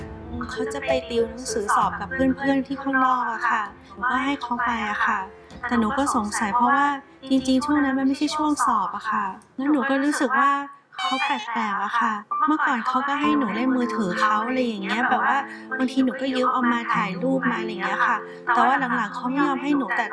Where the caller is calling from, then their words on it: On Nut, Bangkok, Thailand; บ้านอยู่อ่อนนุชค